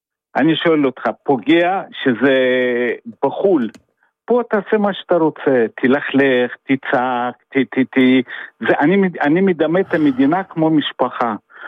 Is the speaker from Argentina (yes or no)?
no; Lithuania; Hebrew is a second language; אני ליטאי. אני יהודי, קודם כל אני יהודי.